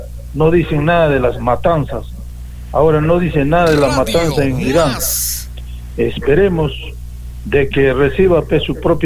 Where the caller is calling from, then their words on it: Peru; aquí en el Perú el patito feo somos todos los peruanos